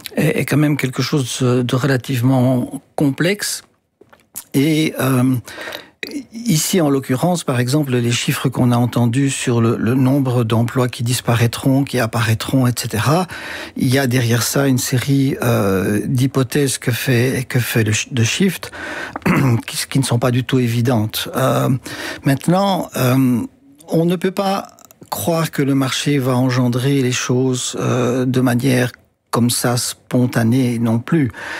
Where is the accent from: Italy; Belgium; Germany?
Belgium